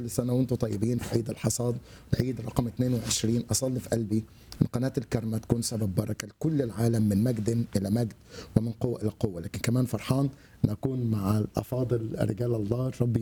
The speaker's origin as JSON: {"language": "Arabic", "country": "Egypt", "said": "أنا يمكن جاي من مصر بقالي أسابيع قليلة جدا"}